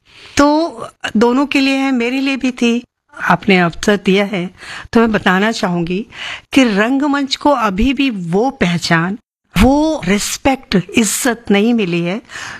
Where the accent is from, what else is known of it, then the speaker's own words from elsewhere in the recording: Bihar, India; बिहार बहुत दूर है, गया नवादा, नालंदा, राजगीर, मैं वहां से हूँ।